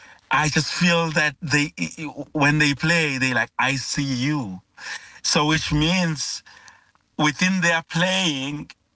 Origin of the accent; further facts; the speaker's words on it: South Africa; first language Zulu; within the Zulu language, which is my mother tongue